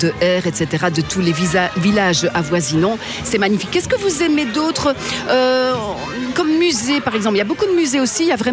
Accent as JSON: {"language": "French", "town": "Ath", "region": "Wallonia", "country": "Belgium", "tie": "born there", "said": "moi je suis aussi pas très très loin, puisque je suis née à Hâte, à quelques kilomètres, hein, une demi-heure d'ici. Pays, hein, c'est voilà, Wallonie-Picarde."}